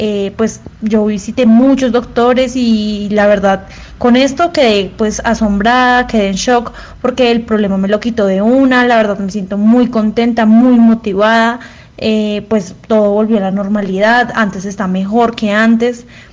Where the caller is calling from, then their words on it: Tibaná, Boyacá, Colombia; llamo desde Tibaná